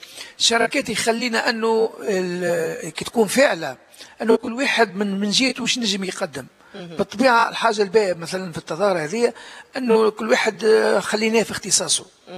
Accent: Sfax Governorate, Tunisia

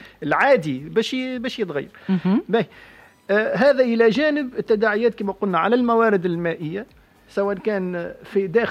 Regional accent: Tunisia; عندنا في تونس

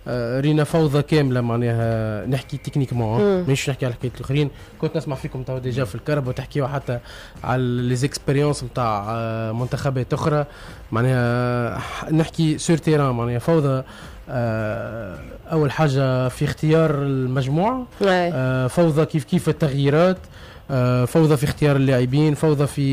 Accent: Tunisia; كمواطن تونسي

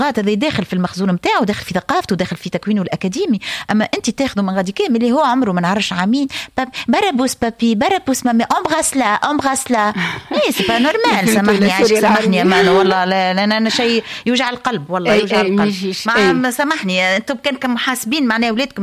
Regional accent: Tunisia; انا كتونسيه

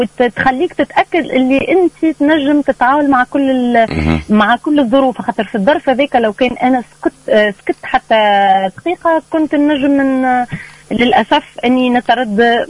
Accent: Tunisia; moved away; انا جايبتك تونسية وفي بلاد غربة في بلاد اخر

